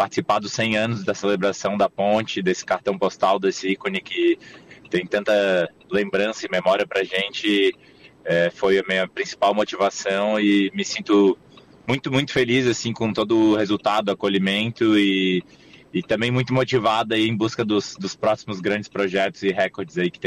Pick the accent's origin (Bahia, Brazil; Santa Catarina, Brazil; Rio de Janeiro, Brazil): Santa Catarina, Brazil; Florianópolis; como manezinho, morador de Floripa